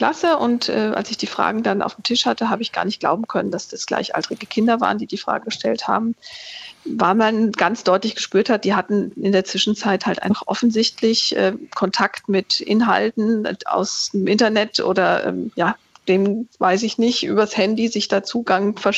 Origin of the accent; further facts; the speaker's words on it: Dietzenbach, Hesse, Germany; und habe mich da so selbst als Teenager oder junge Erwachsene in meinem Jugendzimmer in Dietzenbach, wo ich aufgewachsen bin, gesehen in so einer Situation.